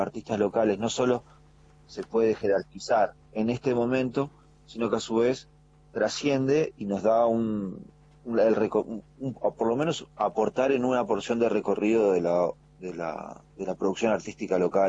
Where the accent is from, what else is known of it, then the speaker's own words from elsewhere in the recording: Patagonia, Argentina; como somos una región la más nueva de nuestro país